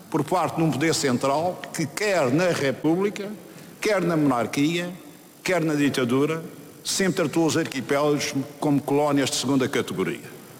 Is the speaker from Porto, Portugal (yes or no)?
no; Madeira, Portugal; nós nunca duvidamos da nossa particularidade enquanto madeirenses